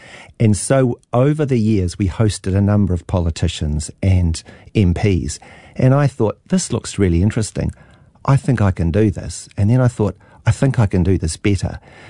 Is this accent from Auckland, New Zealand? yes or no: yes; Waiheke Island, Auckland, New Zealand; So I was a young lad growing up on Waiheke before Waiheke became famous. And then it was a community of about 4,000 people. The only access to Auckland was by a slow ferry, 2.5 hours each way. So we sort of stayed on Waiheke.